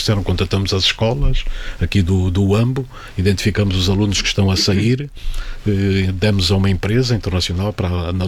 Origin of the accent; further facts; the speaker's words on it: Catabola, Bié, Angola; moved away as an adult; also born or lived in Cuito, Angola / Luanda, Angola; now in Portugal; Fui à terra onde nasci, a Catabola, visitei a minha escola primária